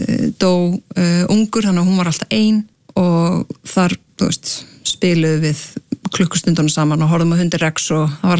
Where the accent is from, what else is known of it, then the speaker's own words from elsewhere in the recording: Akranes, Western Region, Iceland; það eru tveir grunnskólar á Akranesi, ólst upp á Vestugötu.